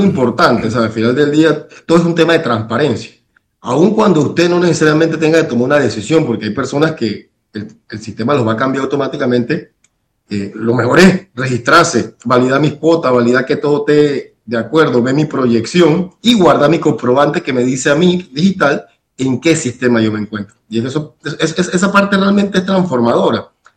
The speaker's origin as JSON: {"language": "Spanish", "country": "Panama", "said": "somos panameños"}